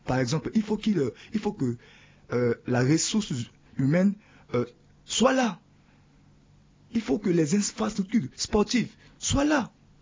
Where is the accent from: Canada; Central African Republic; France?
Central African Republic